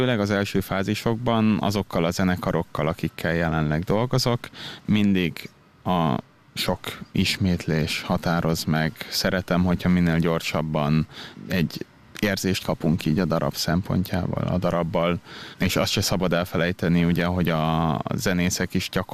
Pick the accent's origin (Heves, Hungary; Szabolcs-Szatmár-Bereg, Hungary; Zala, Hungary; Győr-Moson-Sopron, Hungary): Győr-Moson-Sopron, Hungary; Sopron; also born or lived in Budapest / Páty / Milan; now in Vienna, Austria; Én Budapesten születtem, és onnan igazából félig Pátyon, félig pedig Bécsben éltünk, majd a családom végül Sopronban telepedett le. Ott is nőttem föl.